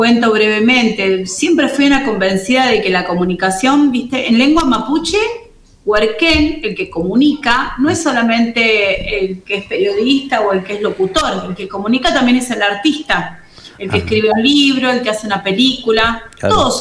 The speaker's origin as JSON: {"language": "Spanish", "region": "Santiago del Estero", "country": "Argentina", "tie": "born or raised there", "also_born_or_lived": "Patagonia / Santa Fe / Buenos Aires", "lives_now": "Unquillo, Argentina", "said": "Les cuento que yo nací en la Patagonia, pero me crié un poco en Santiago. Viví 3 años en Santa Fe."}